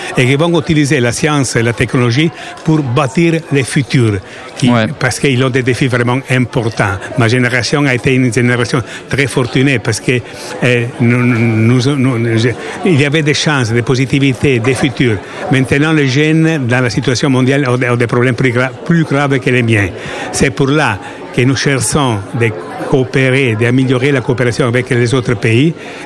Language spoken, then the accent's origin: French; Milan, Lombardy, Italy; Je viens de Milan, en Italie.